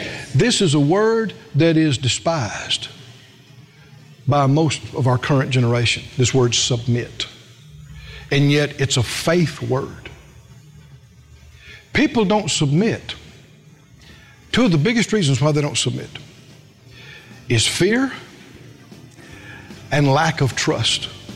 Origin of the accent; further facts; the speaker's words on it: the South, United States; accent: drawl